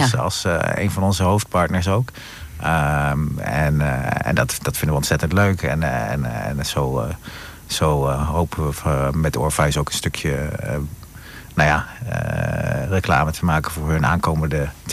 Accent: Apeldoorn, Gelderland, Netherlands; born there; Ik ben ook geboren in Apeldoorn, dus ik ben er ook wel vanaf jongs af aan geweest.

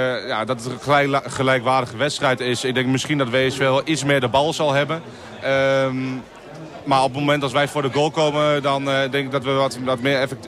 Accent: Enschede, Overijssel, Netherlands; moved away as an adult; now in Zwolle, Netherlands; Ik kom uit Enschede. Ik ben 2 jaar geleden verhuisd naar Zwolle. Daar voor mijn werk. Ik woon inmiddels samen met mijn vriendin uit Zwolle.

